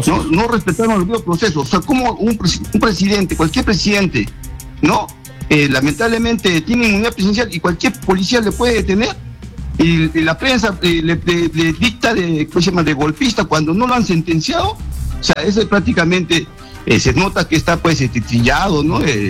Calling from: Tacna, Peru; Sí, de Tacna.

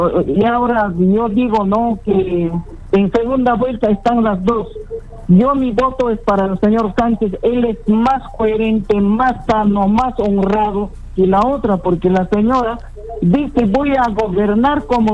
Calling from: Apurímac, Peru; de Apurímac.

